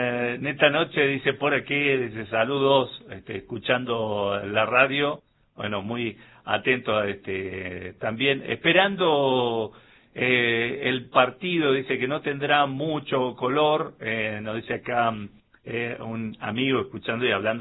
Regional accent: Argentina; Como somos los argentinos, ¿no? Consumidores fanáticos.

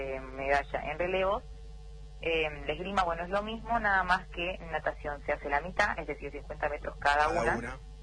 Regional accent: Salta, Argentina; Por suerte pude verme con bastante familia, cosa que es difícil ya que soy de Salta.

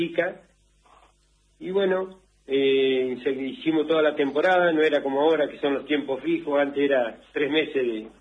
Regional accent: Benito Juárez, Buenos Aires Province, Argentina; born there; also born or lived in Necochea / Balcarce; yo nací en Necochea, una familia trabajadora, y a los 8 años a mi padre lo trasladan a Juárez, y bueno, y a un campamento de vialidad. Él trabajaba en vialidad. Mira. Y bueno, lo trasladan a Benito Juárez. Y ahí, bueno, siempre me gustó el campo

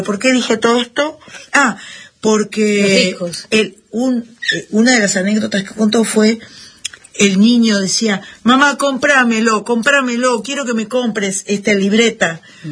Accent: Argentina

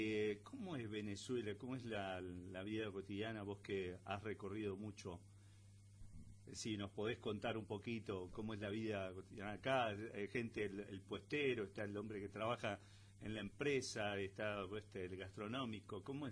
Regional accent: Argentina; nuestro país es tan grande que por ahí nos falta conocer podríamos decir, más de un 70%, y somos argentinos.

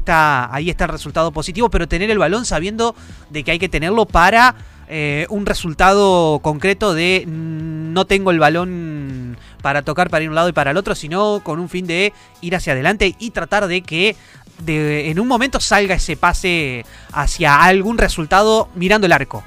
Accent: Argentina; como seguidor de la selección, como argentino

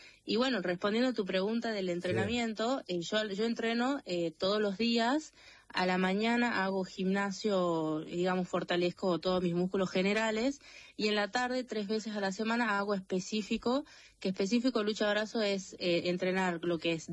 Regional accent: Tucumán, Argentina; Sí, de Tucumán.

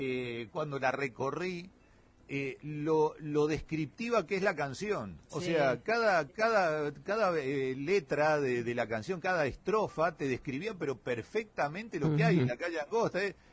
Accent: Santa Fe Province, Santa Fe, Argentina; moved away as an adult; now in Tierra del Fuego, Argentina; yo soy oriundo de la provincia de Santa Fe

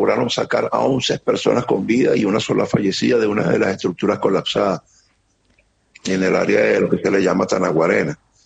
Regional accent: El Salvador; Yo vengo, un ejemplo, ¿no? Yo vengo de El Salvador

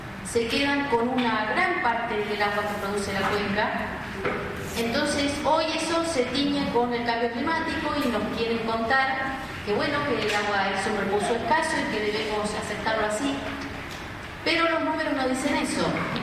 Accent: Cobunco, Neuquén, Argentina; soy de Cobunco y Cunches, margen izquierda del arroyo Cobunco.

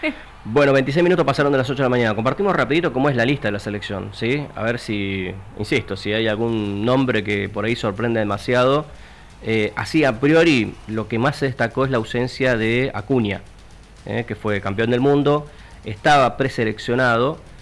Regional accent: Argentina; porque somos argentinos, podría responder rápidamente, ¿no?

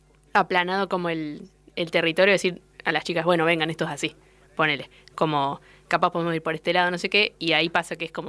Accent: San Luis, Argentina; now in Córdoba, Argentina; Yo soy de San Luis, en realidad.

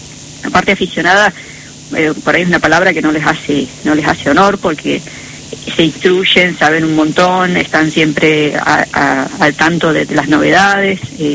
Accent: La Pampa, Argentina; somos de localidades de La Pampa, donde todos nos conocemos hace muchos años

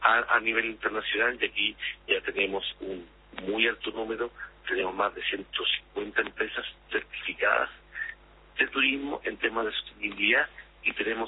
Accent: Chile

